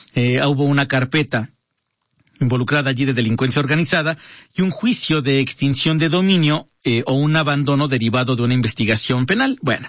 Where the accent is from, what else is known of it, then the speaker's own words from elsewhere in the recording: Coacalco, State of Mexico, Mexico; Allá en Coacalco, de donde soy originario